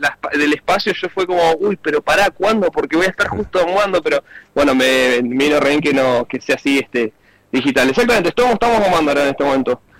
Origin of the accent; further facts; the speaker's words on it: La Plata, Buenos Aires Province, Argentina; moved away as an adult; now in Cipolletti, Argentina; Yo soy platense, pero me raptó hace ya como 3 años, me trajo para acá.